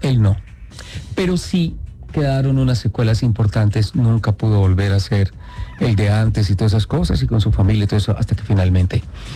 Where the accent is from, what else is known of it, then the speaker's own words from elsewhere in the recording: Colombia; ¿Te acuerdas de mí? Yo soy colombiano.